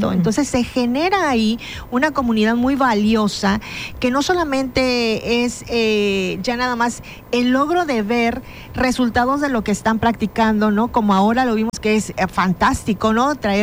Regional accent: Celaya, Guanajuato, Mexico; now in Quintana Roo, Mexico; yo soy de Celaya, Guanajuato.

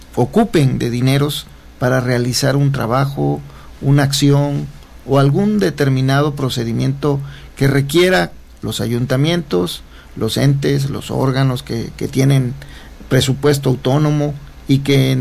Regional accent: Coatzacoalcos, Veracruz, Mexico; el ayuntamiento de Coatzacoalcos, de donde yo soy nativo

